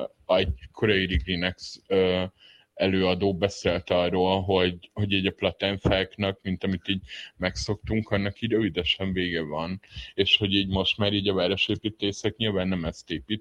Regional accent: Southern Transdanubia, Hungary; én a Dél-Dunántúlon nőttem fel

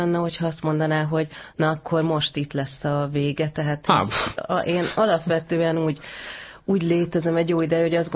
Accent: Budapest, Hungary; also born or lived in Latin America; Budán nőttem

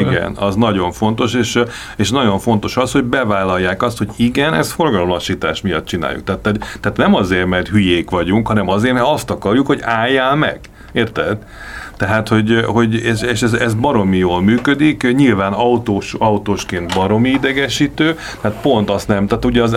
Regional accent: Budapest, Hungary; a budai környéken, ahol én felnőttem

